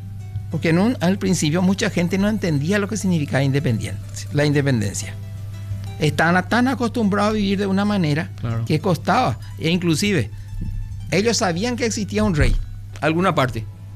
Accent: Paraguay; Pero seguimos siendo paraguayos.

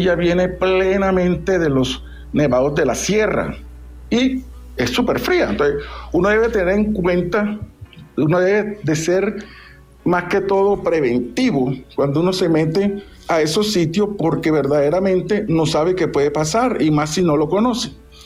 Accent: Santa Marta, Magdalena, Colombia; a mi tierra, que es la ciudad de Santa Marta.

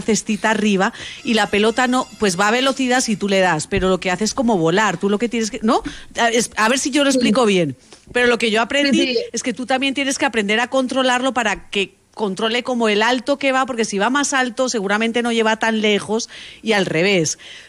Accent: Spain; Entonces yo que vengo de clase media de España, nosotros teníamos raquetas de bádminton y jugábamos en el jardín.

